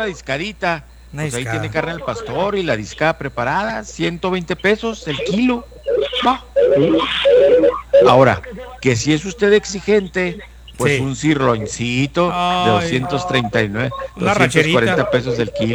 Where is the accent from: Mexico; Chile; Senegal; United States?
Mexico; Eso es lo malo, que nos vamos a comportar como mexicanos.